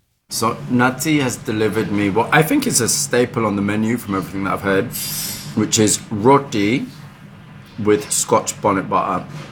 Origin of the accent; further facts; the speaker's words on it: Pakistan; So I'm Pakistani. This is a paratha. This is like breakfast.